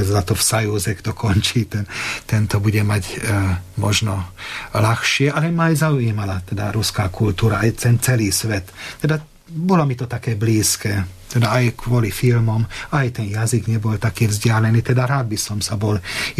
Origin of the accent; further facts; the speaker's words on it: Hungary; ten svet bol iný, ale síce áno, to ovzdušie bolo horšie tam vtedy, aj to politické, aj všelijaké, ako bolo doma v Maďarsku.